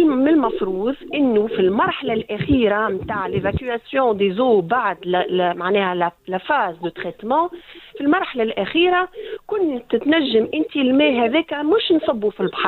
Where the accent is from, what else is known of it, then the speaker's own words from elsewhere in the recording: Tunisia; عندنا في تونس